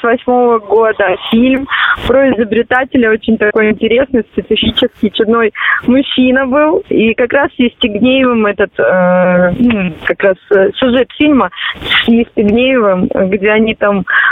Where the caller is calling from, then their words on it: Moscow, Russia; Ну, вообще, я нахожусь в дороге, а так проживаю в городе Москва, а сейчас в данный момент нахожусь в городе Иваново.